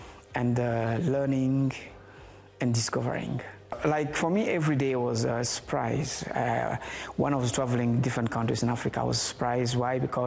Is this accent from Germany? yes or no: yes; Germany; born or raised there